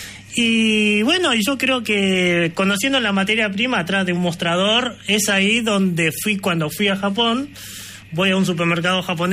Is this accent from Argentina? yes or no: yes; Argentina; Yo nací en Argentina, ¿no? Soy argentino, sí, sí. Mis padres japoneses.